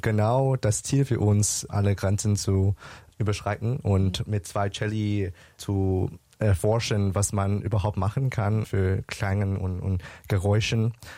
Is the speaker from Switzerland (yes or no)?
no; Canada; German is a second language; now in Berlin, Germany; Ich komme aus Kanada. Ich war da geboren und aufgewachsen, und ich komme aus chinesischen Wurzeln, also das sind schon zwei Länder sozusagen.